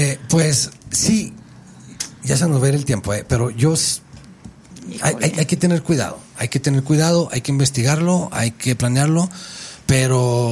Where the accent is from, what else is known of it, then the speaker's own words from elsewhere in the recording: Mexico; como somos los mexicanos